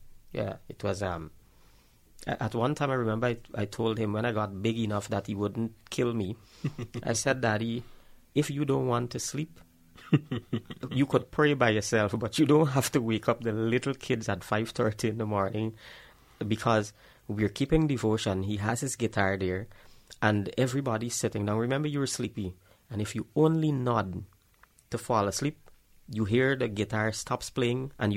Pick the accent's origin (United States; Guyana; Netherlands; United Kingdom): Guyana; Bartica, Cuyuni-Mazaruni; My upbringing, growing up in Bartica, my parents, my dad, he is now deceased. My mother is still alive.